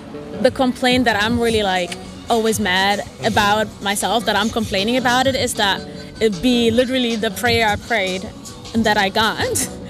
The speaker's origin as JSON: {"language": "English", "country": "Germany", "second_language": "English", "said": "I'm German."}